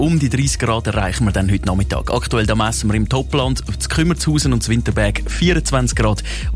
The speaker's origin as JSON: {"language": "German", "region": "Aargau", "country": "Switzerland", "said": "Als Aargauer"}